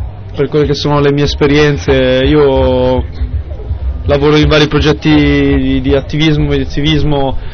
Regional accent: Milan, Lombardy, Italy; io non sono siciliano, vengo da Milano

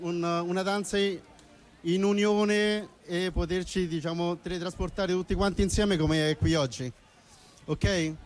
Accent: Ecuador; now in Rome, Italy; siamo dell'Ecuador, sono 13 anni che noi praticamente veniamo qua

